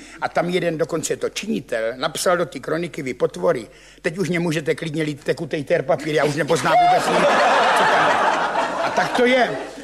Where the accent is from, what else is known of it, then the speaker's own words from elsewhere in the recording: Ivančice, South Moravian Region, Czechia; jsem z Ivančic, ale nepiju.